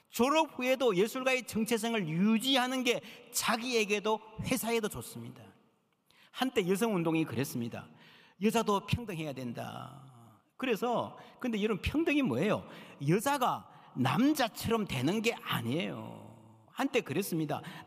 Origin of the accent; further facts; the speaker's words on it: South Korea; moved away as an adult; also born or lived in Chicago, United States; 제가 한국 사람인데 미국 가서 20년 가까이 살았잖아요. 그리고 시카고에서 공부하면서 교회를 개척해서